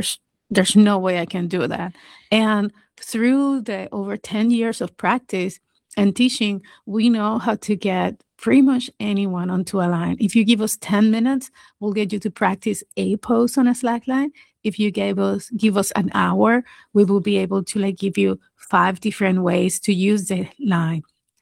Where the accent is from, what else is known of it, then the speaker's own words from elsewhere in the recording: Puerto Rico; I am from Puerto Rico.